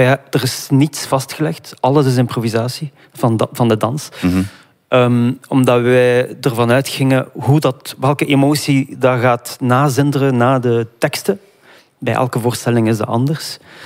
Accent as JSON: {"language": "Dutch", "country": "Iraq", "moved": "yes", "lives_now": "Belgium", "said": "Ik als Irakees zijnde"}